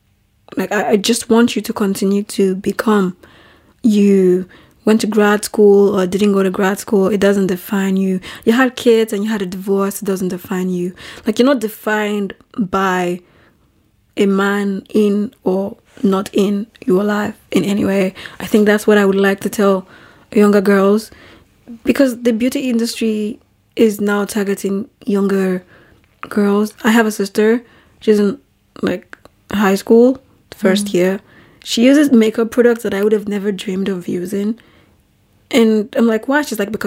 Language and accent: English; Nigeria; I think the response they expect me to give as a Nigerian girl speaking to a Nigerian man